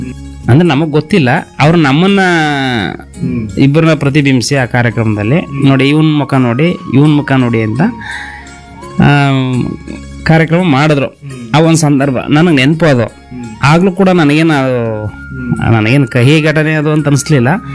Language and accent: Kannada; Navilur, Karnataka, India; ನಾವು ನಂಜನಗೂರು ತಾಲೂಕು ನವಿಲೂರು ಗ್ರಾಮದಲ್ಲಿ ಜನಿಸಿದ್ದು. ಪೂರ್ವಾಶ್ರಮ ನವಿಲೂರಲ್ಲಿದೆ.